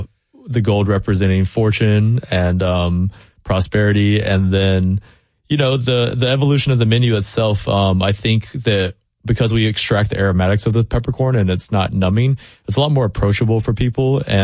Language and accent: English; Nashville, Tennessee, United States; moved away as an adult; Hume Fog is where I went to high school is on the wall. And then, you know, just the Vols, you know, stuff that I grew up, loving while growing up in Tennessee.